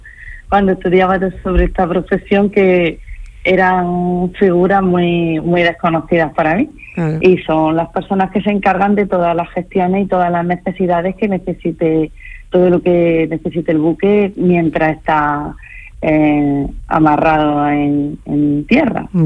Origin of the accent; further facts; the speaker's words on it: Linares, Andalusia, Spain; now in Almería, Spain; yo soy de interior, soy de Jaén, de Linares, y hasta que no me vine a vivir aquí a Almería no conocía este mundo